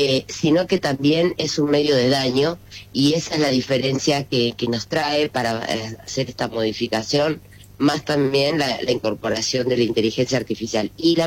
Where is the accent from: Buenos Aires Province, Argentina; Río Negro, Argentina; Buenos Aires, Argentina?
Río Negro, Argentina; Allen; una nena de mi pueblo, de Allen